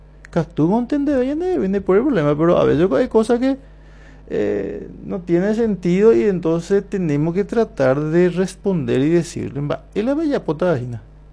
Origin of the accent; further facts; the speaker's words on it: Paraguay; Que nosotros en Paraguay seguimos siendo españoles.